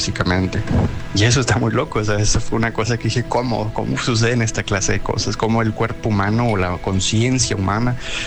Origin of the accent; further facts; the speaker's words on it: Monterrey, Nuevo León, Mexico; now in United States; yo soy de Monterrey, de México. Y la primera vez que yo vine aquí a Estados Unidos de vacaciones o para conocer, yo tenía alrededor de... estaba por cumplir los 18 años, tenía 17 años